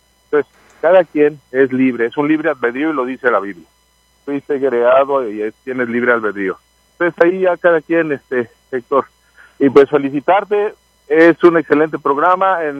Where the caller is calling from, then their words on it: Mexico; como mexicanos y yo creo que como latinos, traemos la religión por estirpe. Papá y mamá profesaban esta religión, obviamente me la transmitieron y ya la sigo profesando para mis hijos.